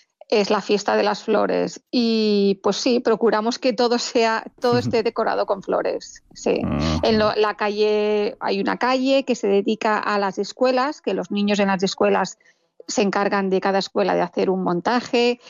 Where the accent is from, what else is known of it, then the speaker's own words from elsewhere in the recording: Girona, Catalonia, Spain; somos gente de Gerona